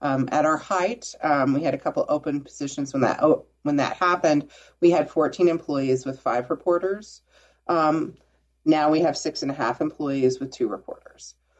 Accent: Nebraska, United States; I'm from Nebraska, and and Nebraska has a statewide network.

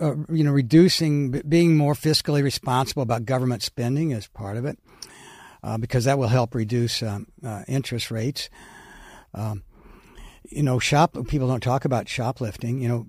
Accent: Springfield, United States; my hometown of Springfield

